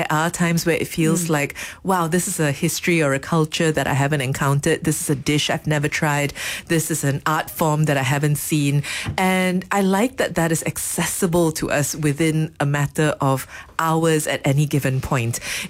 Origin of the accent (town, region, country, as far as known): Malaysia